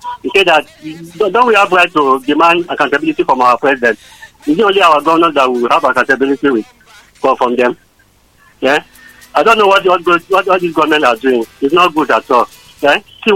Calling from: Bariga, Lagos, Nigeria; I'm coming from Bariga.

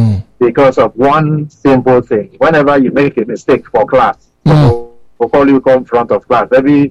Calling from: Victoria Island, Lagos, Nigeria; I'm calling from Victoria Island.

